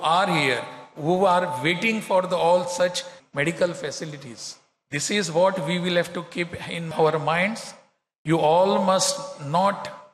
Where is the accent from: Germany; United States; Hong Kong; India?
India; Goa; Even in some places, I am coming from Goa. In Goa, we call learned persons as doctors.